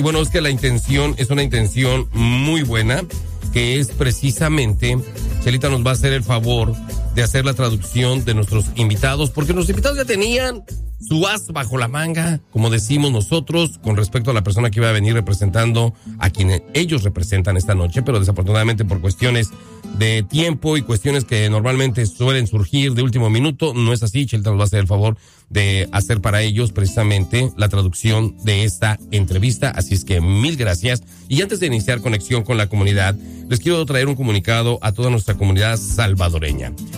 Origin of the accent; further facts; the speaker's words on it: Mexico; now in Omaha, United States; todos los que somos mexicanos debemos de sentirnos orgullosos de esto